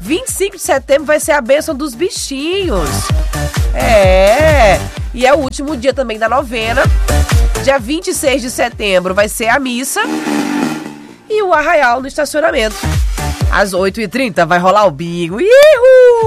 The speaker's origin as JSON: {"language": "Portuguese", "town": "Boa Vista", "region": "Roraima", "country": "Brazil", "tie": "born or raised there", "said": "eu sou roraimense, você sabe. E eu sou aqui da região, né, do centro, né, de Boa Vista. Nascida e criada aqui no bairro São Francisco."}